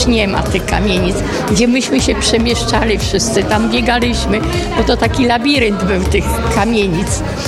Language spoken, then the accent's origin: Polish; Siedlce, Masovian Voivodeship, Poland; No, ja się wychowałam w centrum Siedlec, na ulicy Pławskiego, także to dla mnie to takie wszystkie miejsca są miejscami jakby ogromnie wspomnienia